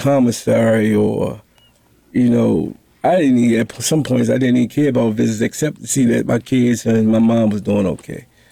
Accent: Baltimore, Maryland, United States; Yeah, I was born in Baltimore, around the Poplar Grove area. Grew up.

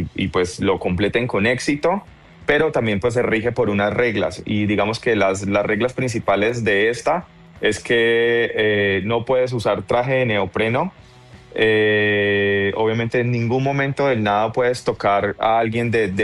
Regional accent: Colombia; now in San Francisco, United States; yo estoy representando a Colombia, uh-huh, porque pues soy nadador colombiano.

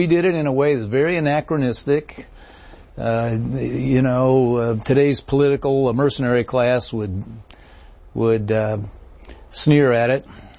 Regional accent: Bristol, Tennessee, United States; You know, I'm a hick from Bristol, Tennessee.

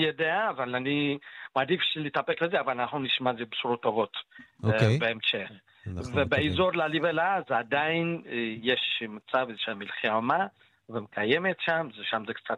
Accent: Ethiopia; now in Israel; במיוחד אתיופיה, מדינה שהיינו גדלנו, נולדנו בה

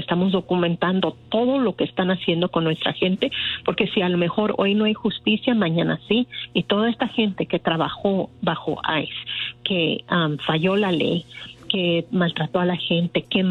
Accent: Mexico; Y nosotros como mexicanos, salvadoreños, hondureños

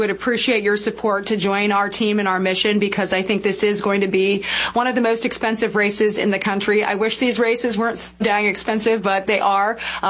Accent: West Des Moines, Iowa, United States; I'm a Des Moines area native. I grew up in West Des Moines. I went to Valley High School. I'm a Valley Tiger, class of 2001.

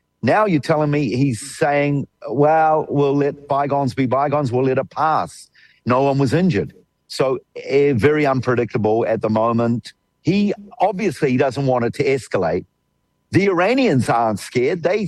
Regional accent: Netanya, Central District, Israel; I'm in my hometown of Netanya on the Mediterranean coast, about half an hour north of Tel Aviv, half an hour south of Haifa

